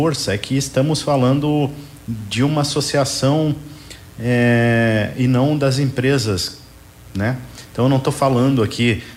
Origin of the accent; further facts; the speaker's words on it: Joaçaba, Santa Catarina, Brazil; Uma cidade de 30 mil habitantes, não é toda cidade de pequeno porte que tem um teatro. Então a cultura está enraizada na nossa cidade.